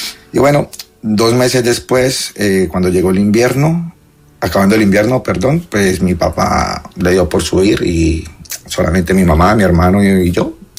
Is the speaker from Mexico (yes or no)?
no; Pereira, Risaralda, Colombia; now in Spain; yo soy de Pereira y, ajá, llevo aquí 25 años.